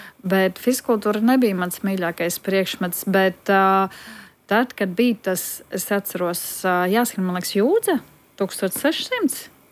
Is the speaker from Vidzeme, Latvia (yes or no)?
yes; Vidzeme, Latvia; also born or lived in Riga; Es piedzimu Rīgā, bet uzaugu Vidzemē